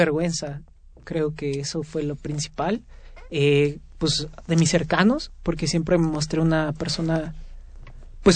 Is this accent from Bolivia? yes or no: no; Puebla, Mexico; allá en Puebla, de donde soy